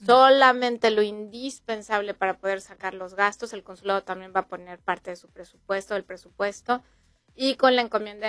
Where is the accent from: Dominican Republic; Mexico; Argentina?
Mexico; now in Oklahoma City, United States; que nos permita a nosotros como mexicanos celebrar esta parte de nuestra herencia cultural y compartirla con el resto de la sociedad en Oklahoma City